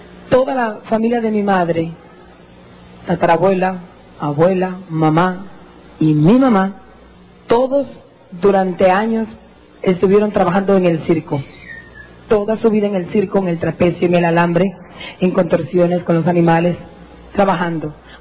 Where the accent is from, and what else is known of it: Jutiapa, Guatemala